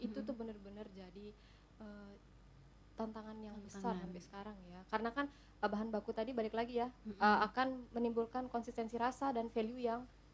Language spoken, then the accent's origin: Indonesian; Bengkulu, Indonesia; Saya asli orang Bengkulu, lahir di Bengkulu, besar di Bengkulu, cuman sempat menempuh pendidikan kuliah di luar dan bekerjanya juga waktu itu sempat keluar.